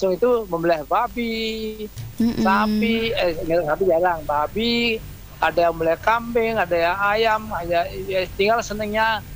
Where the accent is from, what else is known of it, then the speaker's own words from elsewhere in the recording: Bali, Indonesia; born there; moved away; di kampung saya di Bali.